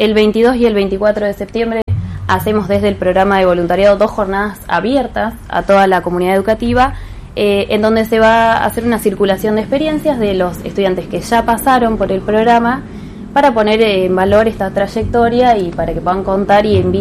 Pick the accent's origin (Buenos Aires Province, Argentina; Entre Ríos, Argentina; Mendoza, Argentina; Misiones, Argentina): Entre Ríos, Argentina; Villa Elisa; now in Santa Fe, Argentina; yo personalmente soy de Entre Ríos, de Villa Elisa, uh-huh. Así que yo cuando me vine a estudiar para acá